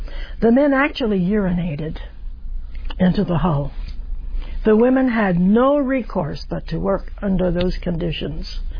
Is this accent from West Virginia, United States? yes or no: yes; West Virginia, United States; born there; And I said, well, I was born in West Virginia, so she wanted to know the subject.